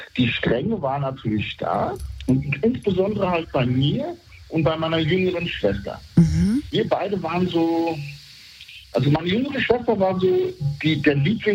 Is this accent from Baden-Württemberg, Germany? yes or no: no; Bad Soden am Taunus, Hesse, Germany; wir sind in Bad Soden am Taunus groß geworden